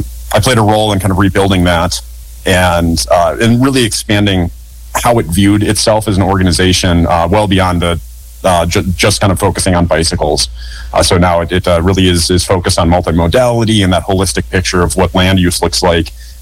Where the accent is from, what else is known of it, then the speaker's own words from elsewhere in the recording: Minneapolis, Minnesota, United States; also born or lived in Texas; now in Rochester, United States; So I'm from the Twin Cities originally. I spent some time down in Texas and I moved back to Minnesota in 21.